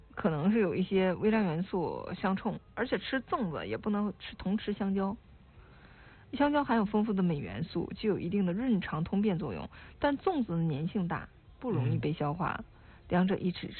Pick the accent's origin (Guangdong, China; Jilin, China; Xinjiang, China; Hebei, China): Jilin, China; Taonan; moved away; 我小的时候在洮南嘛，我们家那边西瓜是贡果，